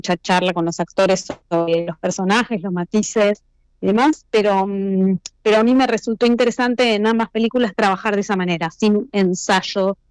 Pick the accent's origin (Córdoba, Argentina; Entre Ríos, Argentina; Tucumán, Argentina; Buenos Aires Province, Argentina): Buenos Aires Province, Argentina; La Plata; todos platenses, todos los actores son platenses y todos los técnicos son platenses o platenses por adopción, de los que se han venido a estudiar y se han quedado habitando nuestra ciudad.